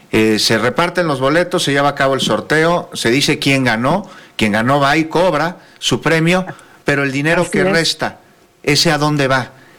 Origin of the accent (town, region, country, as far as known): Mexico